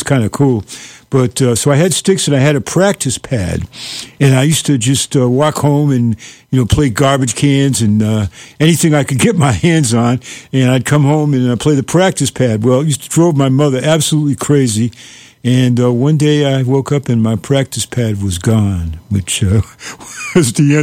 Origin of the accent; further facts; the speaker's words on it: Boston, Massachusetts, United States; speaking of my hometown